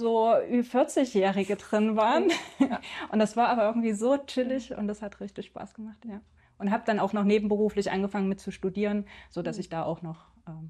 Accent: Central Germany, Germany; also born or lived in Stuttgart; Aber irgendwie ist Mitteldeutschland meine Heimat. Also ich bin nicht ganz angekommen und es hat mich immer wieder irgendwie in den Osten gezogen.

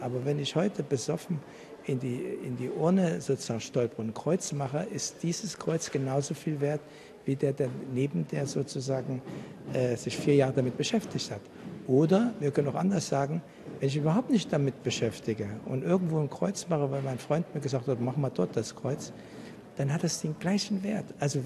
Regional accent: Iran; now in Germany; Ich komme aus Iran. bin hier groß geworden und ich weiß, was passiert.

